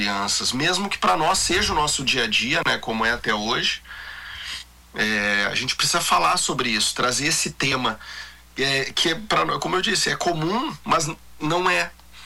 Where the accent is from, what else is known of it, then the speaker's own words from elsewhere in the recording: South Region, Brazil; moved away as an adult; also born or lived in Rio de Janeiro; eu sou do Sul.